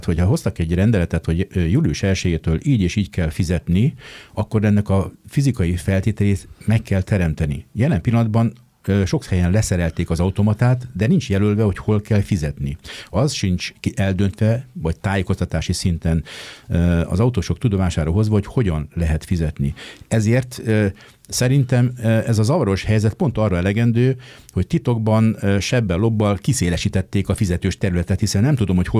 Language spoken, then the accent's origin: Hungarian; Budapest, Hungary; Én budapestiként sem tudom, hogyha bemegyek a 8. kerületbe, hol kell fizetnem.